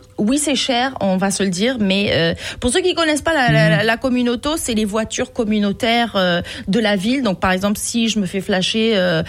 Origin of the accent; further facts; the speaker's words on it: France; now in Montreal, Canada; je suis une femme, Francis. Puis en plus, je suis française